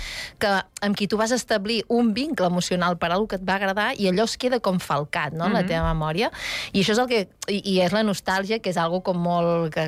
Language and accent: Catalan; Girona, Catalonia, Spain; jo, a veure, a més soc de Girona